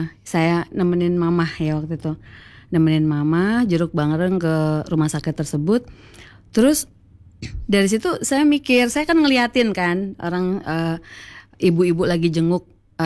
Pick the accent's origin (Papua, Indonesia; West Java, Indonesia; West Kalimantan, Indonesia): West Java, Indonesia